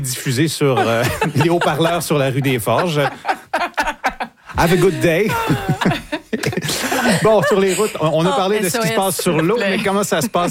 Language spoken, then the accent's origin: French; Shawinigan, Quebec, Canada; Je viens de Shawinigan et souvent, pas dans le quartier où mes parents habitent, quand j'étais jeune, on entendait un train passer.